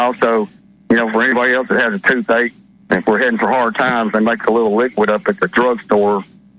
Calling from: Mississippi, United States; in Mississippi.

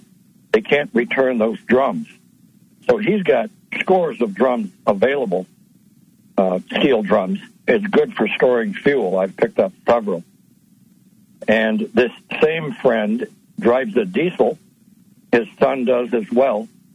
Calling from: Michigan, United States; from Michigan.

